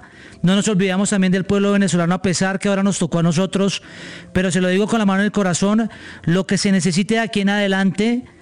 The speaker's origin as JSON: {"language": "Spanish", "country": "Colombia", "said": "Nos duele en el alma como colombianos"}